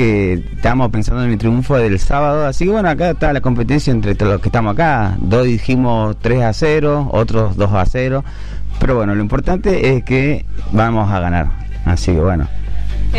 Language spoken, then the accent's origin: Spanish; Argentina; Somos todos argentinos